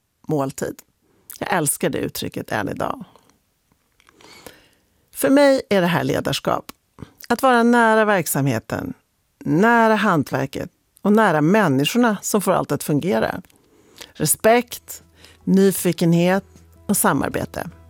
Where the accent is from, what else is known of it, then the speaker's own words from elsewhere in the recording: Sweden; moved away as an adult; also born or lived in Berlin, Germany; Jag var svensk, under 30, utan industriell erfarenhet och kvinna.